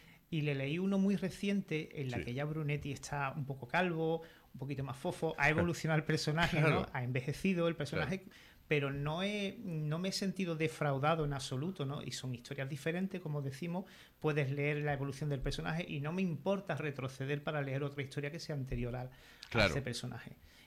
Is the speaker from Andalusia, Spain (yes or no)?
yes; Cádiz, Andalusia, Spain; Y creo que los que somos de Cádiz somos los primeros que tenemos que querer a Cádiz